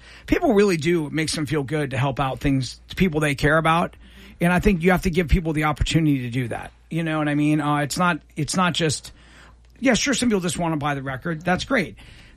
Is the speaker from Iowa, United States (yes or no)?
no; Columbus, Ohio, United States; we grew up in Columbus.